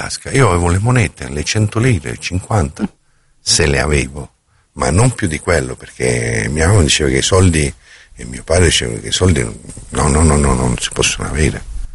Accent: Apulia, Italy; moved away as an adult; now in Milan, Italy; Sono pugliese, sono della zona nord della Puglia, per non fare discriminazione alla zona indicativa solo, no. E sono, cioè ad esempio mia mamma era del Gargano e mio padre era della Capitanata di San Severo.

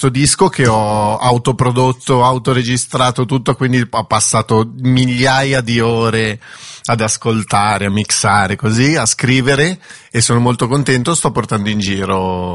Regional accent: Milan, Lombardy, Italy; born there; io sono di Milano, sono nato qua

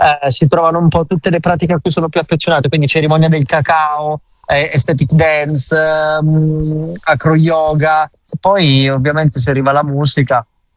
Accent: Umbria, Italy; Io comunque sono umbro

